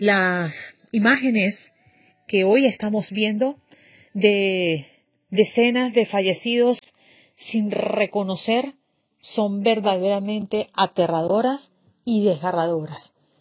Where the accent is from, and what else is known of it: Venezuela